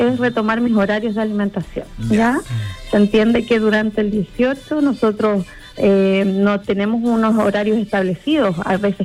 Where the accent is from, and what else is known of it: Chile